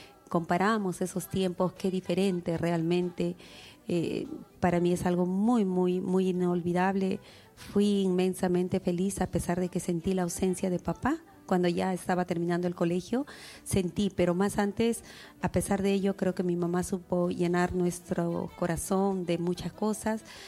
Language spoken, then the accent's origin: Spanish; Chincheros, Peru; Crecimos en Chincheros